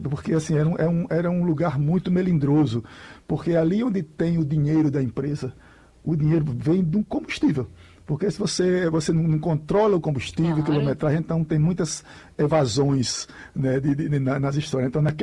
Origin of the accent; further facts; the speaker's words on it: Floresta, Pernambuco, Brazil; born there; also born or lived in Tacaratu; nasci em Floresta do Navio. Fui adotado por Tacaratu, que é a cidade do meu coração, a cidade que eu amo muito, Tacaratu, e moro em Tacaratu praticamente.